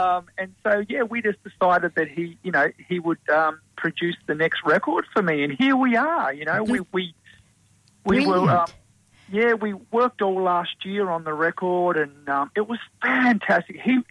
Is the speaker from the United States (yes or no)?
no; Launceston, Tasmania, Australia; moved away; also born or lived in Melbourne; I was born in Launceston. I was born and raised there.